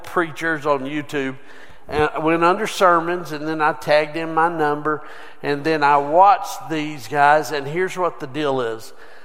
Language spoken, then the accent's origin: English; United States; Because that's in our DNA as an American.